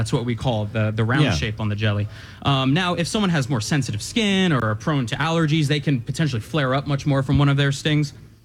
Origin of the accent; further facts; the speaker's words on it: Point Pleasant, New Jersey, United States; I grew up in Point Pleasant, actually.